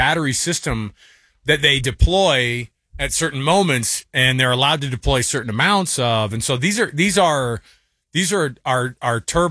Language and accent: English; Pacific Northwest, United States; born there; also born or lived in Texas; When we moved from Texas to the Pacific Northwest